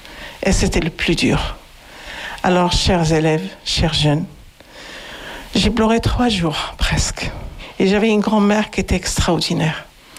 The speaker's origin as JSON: {"language": "French", "country": "Morocco", "tie": "born or raised there", "also_born_or_lived": "Spain", "said": "je suis née au Maroc. Mes origines, je suis marocaine. J'ai grandi une partie de ma vie dans l'Espagne, à peu près l'âge de 10 ans. Après, je suis rentrée au Maroc parce que j'ai perdu ma mère très jeune. J'ai vécu au Maroc 6 ans."}